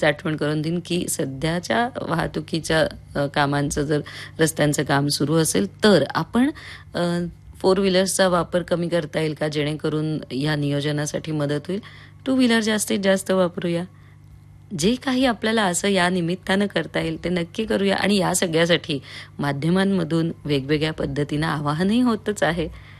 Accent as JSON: {"language": "Marathi", "town": "Nashik", "region": "Maharashtra", "country": "India"}